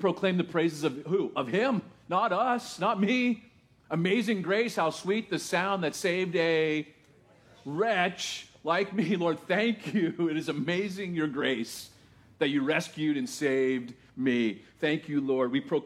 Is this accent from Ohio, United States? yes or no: no; Texas, United States; Of course, I'm a Texan.